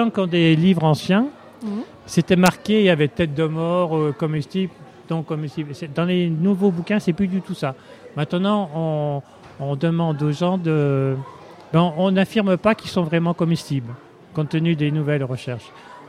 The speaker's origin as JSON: {"language": "French", "region": "Grand Est", "country": "France"}